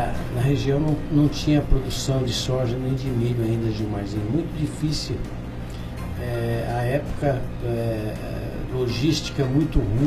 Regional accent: Paraná, Brazil; moved away as an adult; also born or lived in Primavera do Leste, Mato Grosso; now in Porto Alegre do Norte, Brazil; Eu sou paranaense e criado na agricultura familiar.

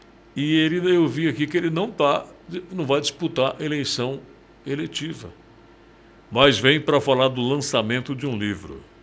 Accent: Brazil

